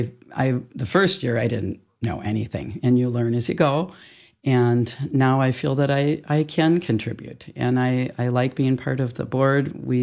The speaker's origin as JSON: {"language": "English", "town": "Minneapolis", "region": "Minnesota", "country": "United States", "tie": "born or raised there", "said": "I grew up in Southwest Minneapolis, and I spent an awful lot of my time at Lake Harriet and all the other lakes in the cities."}